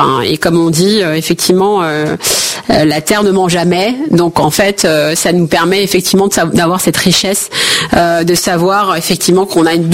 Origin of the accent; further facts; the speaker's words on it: Rosny-sous-Bois, Île-de-France, France; born there; Alors moi je suis née à Rosny-sous-Bois. C'est une commune aujourd'hui qui comprend 45 000 habitants.